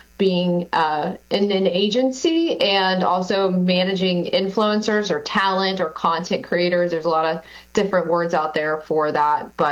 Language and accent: English; Florida, United States; also born or lived in Sarasota / Lakeland; So I'm actually a Floridian. I was born in Sarasota and moved around a couple times, but always made my way back, and in a wonderful town called Lakeland.